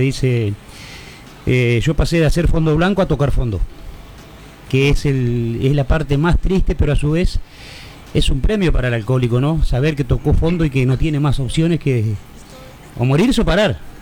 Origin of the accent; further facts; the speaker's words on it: Argentina; Soy argentino.